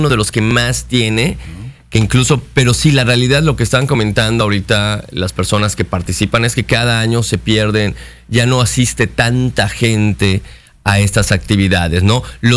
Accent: Mérida, Yucatán, Mexico; nosotros como, digamos, yucatecos, como meridanos

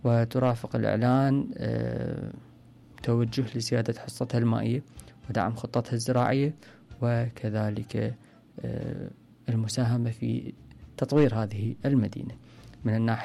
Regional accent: Iraq

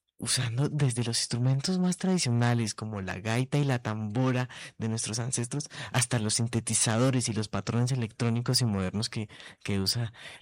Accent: Colombia; a veces se nos olvida que somos colombianos, a veces se nos olvida

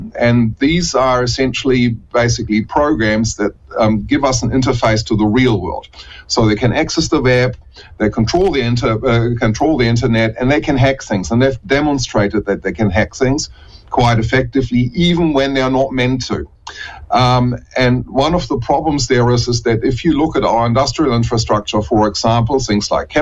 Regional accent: Germany; first language German; English is a second language; moved away as an adult; now in Auckland, New Zealand; German, very much so, yes. That's my first language, in fact.

